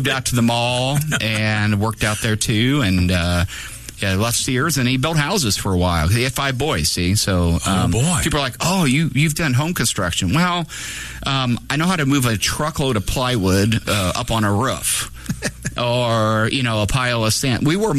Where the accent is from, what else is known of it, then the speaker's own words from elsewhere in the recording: Divernon, Illinois, United States; I grew up in Divernon. My parents both grew up in Springfield on the east and down on the Cabbage Patch.